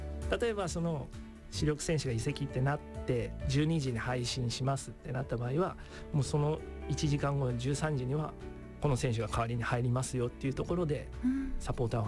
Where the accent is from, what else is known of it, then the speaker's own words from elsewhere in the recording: Mie, Japan; moved away; 僕三重県出身なんですけども、四日市中央工業っていう地元ではサッカーが強い強豪校で有名なんですけど